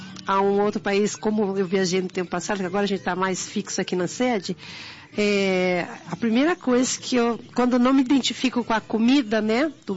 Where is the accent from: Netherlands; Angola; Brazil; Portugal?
Brazil; São Paulo; moved away as an adult; also born or lived in Bahia; Eu porém fui criada em São Paulo.